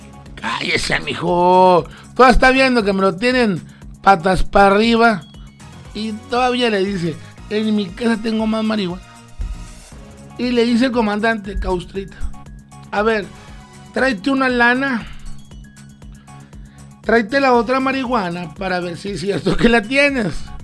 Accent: Mexico; Soy mexicano.

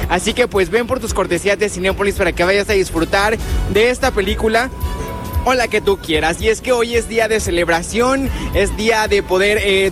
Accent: Mexico; este orgullo de ser mexicano, mexicana

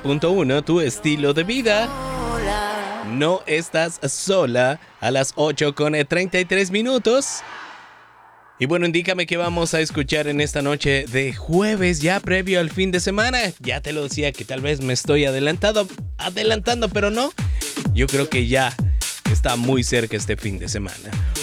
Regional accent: Mexico

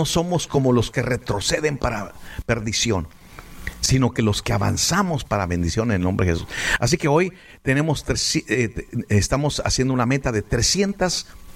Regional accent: Ciudad Juárez, Chihuahua, Mexico; born or raised there

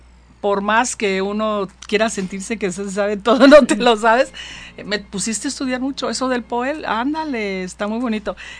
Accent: Acapulco, Guerrero, Mexico; el puerto de mis amores y mi tierra natal

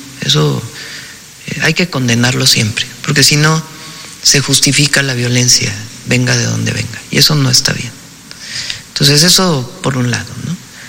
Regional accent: Mexico; Somos mexicanos. Soy mexicana. Soy mexicano.

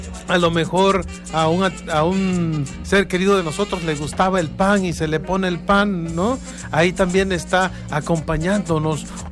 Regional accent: Mexico; nosotros como mexicanos

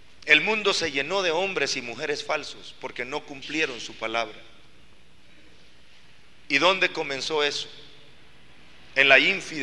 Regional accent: Guatemala

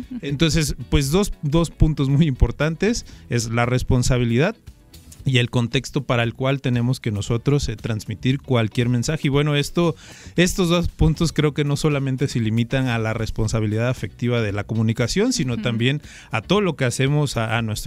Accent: Acayucan, Veracruz, Mexico; yo soy de Acayucan. Y aunque estamos en Veracruz, culturalmente la forma en la que nosotros nos expresamos en el sur, en el norte y en el centro es totalmente diferente.

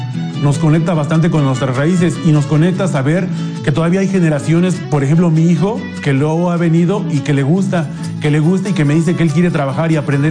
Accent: Santiago Tulyehualco, Mexico City, Mexico; que es algo que nos da orgullo a las personas que somos originarias de Santiago Tulyehualco.

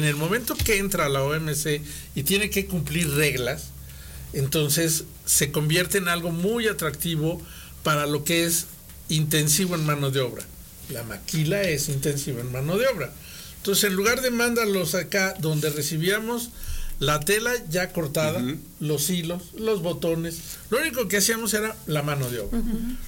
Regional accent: Mexico

